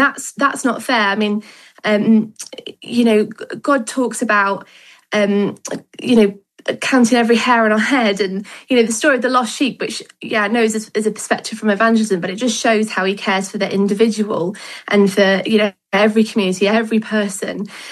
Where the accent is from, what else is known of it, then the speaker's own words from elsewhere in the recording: Sheffield, Yorkshire and the Humber, United Kingdom; now in Farnborough, United Kingdom; I grew up just outside of Sheffield in the Peak District. I now live in Farnborough, which is on the Hampshire-Surrey borders.